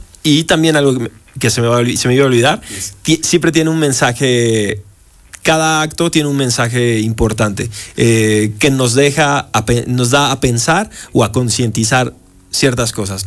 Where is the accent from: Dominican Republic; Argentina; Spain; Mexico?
Mexico